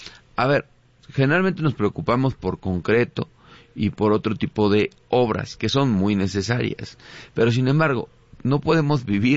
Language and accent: Spanish; Mexico; nosotros como mexicanos, claro. Mexicanas, nos gusta mucho el fútbol